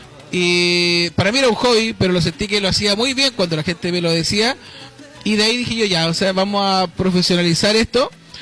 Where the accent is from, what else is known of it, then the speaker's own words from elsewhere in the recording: La Ligua, Valparaíso, Chile; moved away as an adult; now in Viña del Mar, Chile; pertenezco a la hermosa, la voy a nombrar porque es muy linda mi ciudad, vengo de la comuna de La Ligua, ya hace varios años ya me radiqué en la ciudad Jardín, por sí, temas laborales